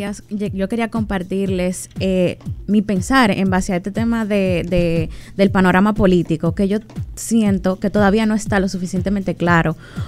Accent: Dominican Republic

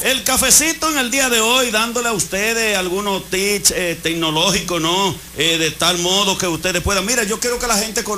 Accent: Gaspar Hernández, Espaillat, Dominican Republic; Yo soy de Blumen Flojo, de allá, de cosas, de Gaspar Hernández

